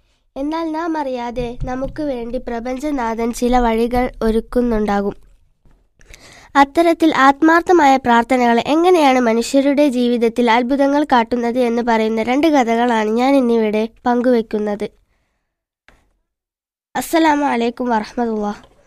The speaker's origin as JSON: {"language": "Malayalam", "town": "Eengappuzha", "region": "Kerala", "country": "India", "said": "Eengapuzha."}